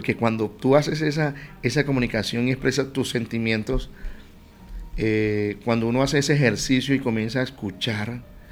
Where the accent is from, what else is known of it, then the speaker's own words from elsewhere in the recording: Magangué, Bolívar, Colombia; Bueno, y si hay oyentes de Magangué, Bolívar, que es mi tierra, un saludo para ellos.